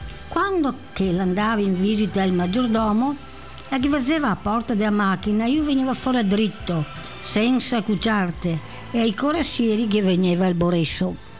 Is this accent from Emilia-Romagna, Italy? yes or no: no; Veneto, Italy; Allora, mi so veneta puro sangue, doc, tutto quanto.